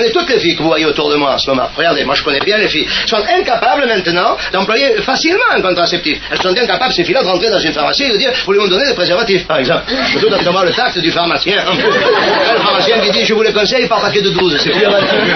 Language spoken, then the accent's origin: French; Southern France, France; Chez nous, dans le Midi, oui, autant vous dire tout de suite que je suis du Midi.